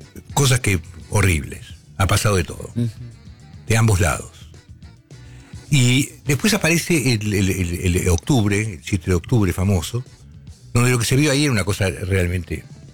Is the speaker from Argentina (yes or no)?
yes; Argentina; Yo soy un tipo argentino, hijo de madre y padre judía, que no practico la religión, pero la estudié de chiquito y en hebreo